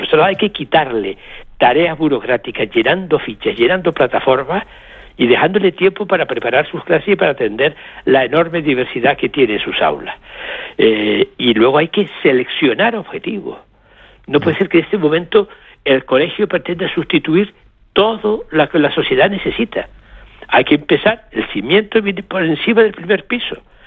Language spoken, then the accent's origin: Spanish; Canary Islands, Spain